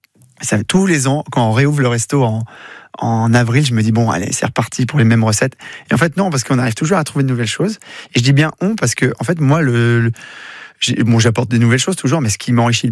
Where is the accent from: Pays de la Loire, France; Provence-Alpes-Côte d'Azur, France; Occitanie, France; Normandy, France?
Normandy, France; moved away; je suis normand d'origine, alors j'ai grandi au bord de la mer